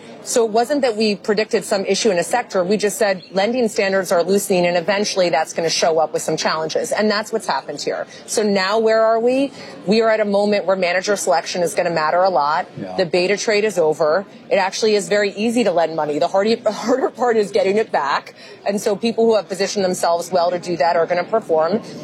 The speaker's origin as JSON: {"language": "English", "town": "Los Angeles", "region": "California", "country": "United States", "tie": "born or raised there", "said": "Welcome to my hometown of Los Angeles."}